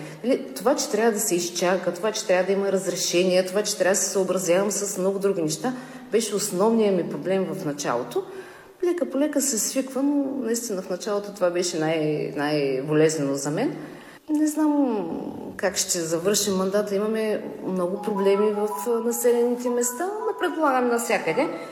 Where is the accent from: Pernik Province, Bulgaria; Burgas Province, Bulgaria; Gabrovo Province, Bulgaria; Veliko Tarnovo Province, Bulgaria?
Veliko Tarnovo Province, Bulgaria; Gorna Oryahovitsa; now in Pravda, Bulgaria; А да, само че съм от Горна Оряховица. Аз съм от Горна Оряховица, в село Правда живея от 96-та година.